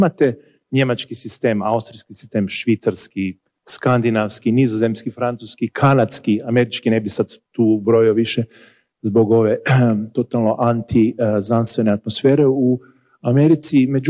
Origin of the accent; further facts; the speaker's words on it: Croatia; now in Canada; ja sam Hrvat i ponosim se s time i svugdje kad držim predavanje svi kažu he's a Croatian Canadian scientist.